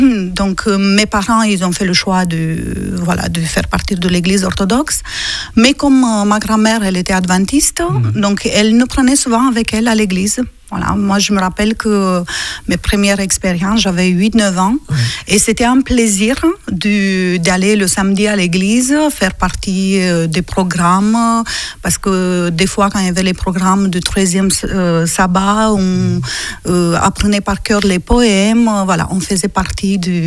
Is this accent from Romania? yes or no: yes; Războieni, Iași County, Romania; French is a second language; moved away as an adult; je suis née à Iași, mais j'ai vécu à 50 km dans la campagne. Et cette petite ville que j'aime beaucoup s'appelle Războieni. Et c'est là que j'ai grandi.